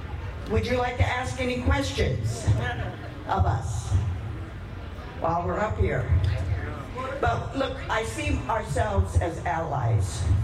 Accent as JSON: {"language": "English", "town": "Los Angeles", "region": "California", "country": "United States", "tie": "born there", "said": "I was born in Los Angeles, 1942, and my parents and I were sent to the Santa Anita racetrack, where we lived in a horse stall for 5 months."}